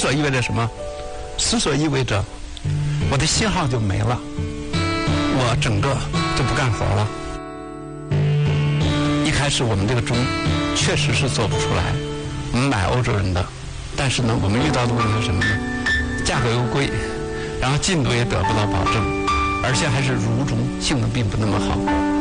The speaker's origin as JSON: {"language": "Chinese", "country": "China"}